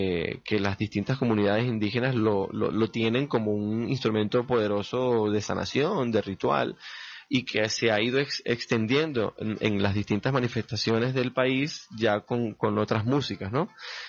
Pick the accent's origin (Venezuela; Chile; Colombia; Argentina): Venezuela; lo que nos define como venezolanos.